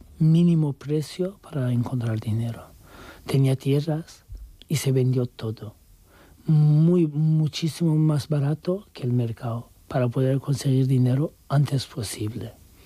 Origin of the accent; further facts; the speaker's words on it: Turkey; Spanish is a second language; now in Spain; da igual que seas también turco, porque digo, soy turco y podía pasar más sí.